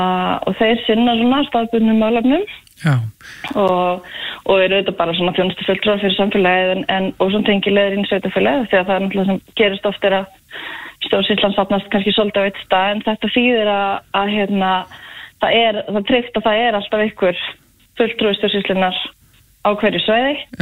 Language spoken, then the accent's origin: Icelandic; Hella, Southern Region, Iceland; Nei, ég er það alls ekki ég er sönnlendingur, ég er uppalinn á Helli fluttið hingað 2018